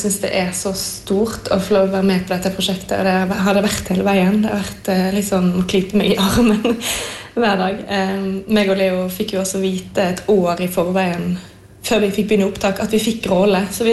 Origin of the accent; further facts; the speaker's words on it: Bergen, Vestland, Norway; accent: Bergen dialect; Ja, jeg snakker jo bergensk til vanlig.